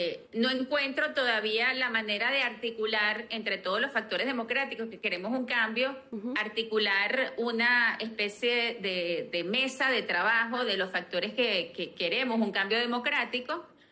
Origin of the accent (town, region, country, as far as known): Venezuela